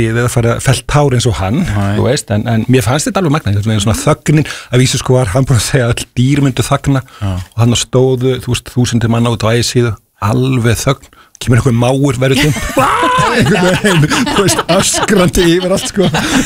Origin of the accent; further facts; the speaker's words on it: Hafnarfjörður, Capital Region, Iceland; vann ég í félagsmiðstöðu Hafnarfirði í 100 ár, mínum heimabæ